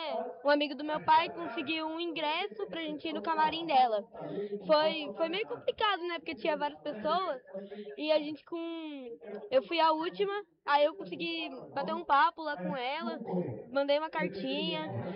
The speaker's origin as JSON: {"language": "Portuguese", "town": "Sorocaba", "region": "São Paulo", "country": "Brazil", "said": "Sorocaba."}